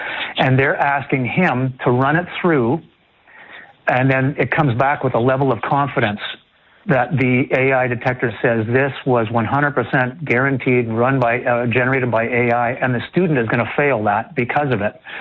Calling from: Lethbridge, Alberta, Canada; I'm from Lethbridge

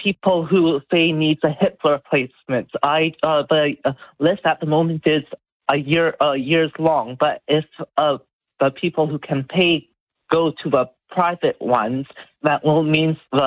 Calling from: Cambridge, Ontario, Canada; Hello, I'm actually in Cambridge

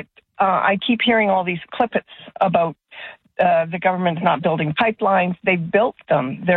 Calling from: Calgary, Alberta, Canada; I'm from Calgary

